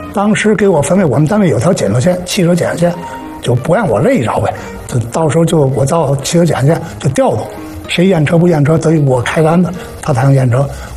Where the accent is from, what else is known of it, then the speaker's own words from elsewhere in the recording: Tianjin, China; 那里边我住的是南开区吧。